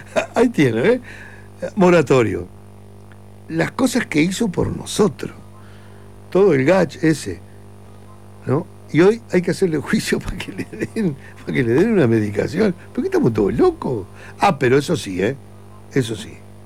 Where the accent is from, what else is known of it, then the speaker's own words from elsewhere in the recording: Maldonado, Uruguay; Yo soy recontra uruguayo, gracias a Dios, y recontra fernandino.